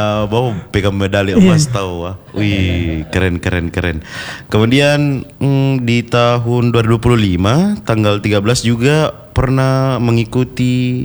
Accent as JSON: {"language": "Indonesian", "region": "South Sulawesi", "country": "Indonesia", "said": "kita memang ini orang Sulawesi Selatan ini terkenal dengan kesopanannya."}